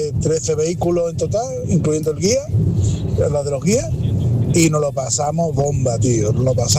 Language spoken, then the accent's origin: Spanish; Málaga, Andalusia, Spain; Hola, buenos días, familia. … de Málaga.